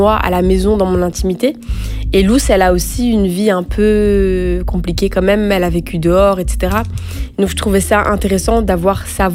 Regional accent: Brussels, Brussels-Capital Region, Belgium; on est de Bruxelles toutes les deux

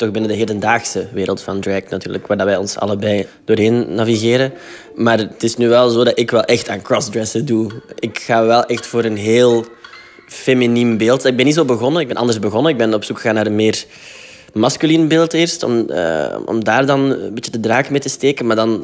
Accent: Aalst, Flanders, Belgium; de plaats waar ik vandaan kom, Aalst. Ik ben opgegroeid met carnaval, met de vuiljeannettenstoet.

